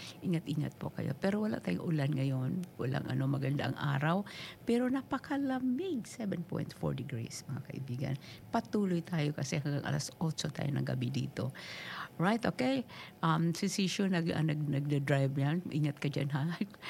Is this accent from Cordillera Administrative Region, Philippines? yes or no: no; Ormoc, Eastern Visayas, Philippines; kasi nakakaintindi ako kasi galing akong taga Leyte, ako taga Ormoc, pero parang mayroong waray, parang mayroong ano, Cebuano din siya.